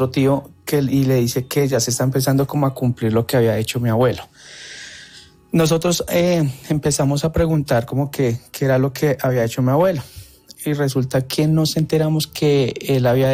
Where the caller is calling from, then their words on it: Bogotá, Bogotá Capital District, Colombia; Desde aquí, Bogotá.